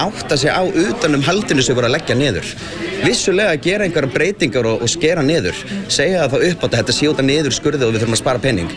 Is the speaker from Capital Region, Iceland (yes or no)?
yes; Reykjavík, Capital Region, Iceland; Eins og ég persónulega ólst upp í Breiðholtinu í gegnum Miðberg, fór svo að vinna þar og starfa nú fyrir vettvanginn.